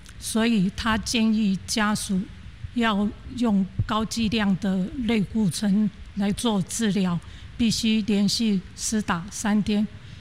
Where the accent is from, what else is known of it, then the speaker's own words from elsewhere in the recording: Pingtung County, Taiwan; 我来自屏东